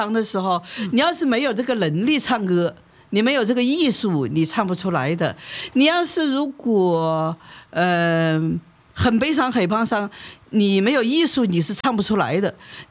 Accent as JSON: {"language": "Chinese", "country": "China", "said": "我们中国人到现在都喜欢这个曲子"}